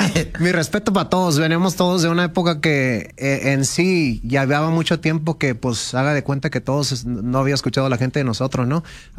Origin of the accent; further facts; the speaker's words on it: Los Angeles, California, United States; born there; yo soy nacido en Los Ángeles y lo tradicional para mí era lo del hip hop, la música de inglés